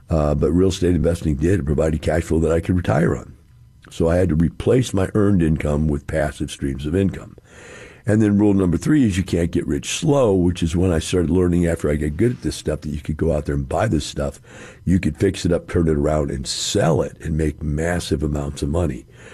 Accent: Missouri, United States; I'm from Missouri.

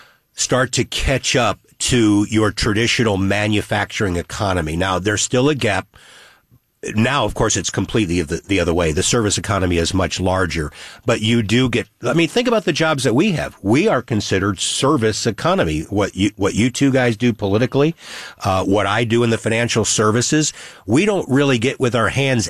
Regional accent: Florissant, Missouri, United States; also born or lived in Lake St. Louis; me growing up in Florissant in the 60s, and then our family moving out to this new place called Lake St. Louis in the 70s.

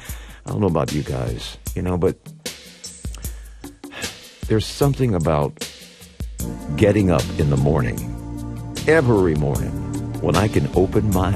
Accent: Chicago, Illinois, United States; So I'm truly a Chicagoan inside and out

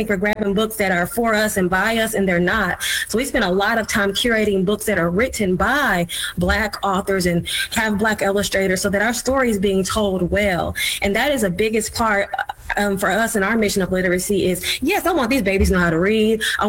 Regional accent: Indiana, United States; I mean, we're crossing borders. We're from Indiana.

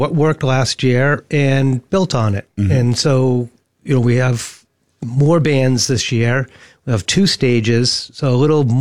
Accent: Boston, Massachusetts, United States; moved away; I'm from Boston.

